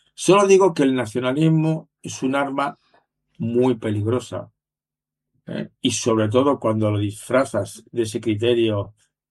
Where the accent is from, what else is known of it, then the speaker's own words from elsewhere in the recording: Madrid, Community of Madrid, Spain; los que no tenemos ninguna nacionalidad, pues somos de Madrid